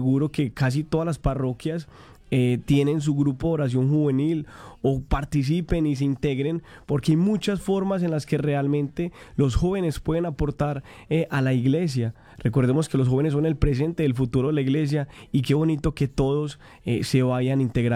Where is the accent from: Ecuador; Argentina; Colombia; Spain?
Colombia; Pereira, Risaralda; moved away; yo soy de Colombia y soy de una ciudad que se llama la ciudad de Pereira.